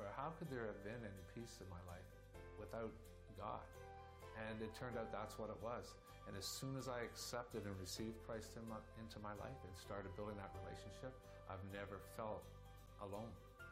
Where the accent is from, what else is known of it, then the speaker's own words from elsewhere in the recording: Saint John, New Brunswick, Canada; I grew up in St. John, New Brunswick, into it's a relatively normal, typical home.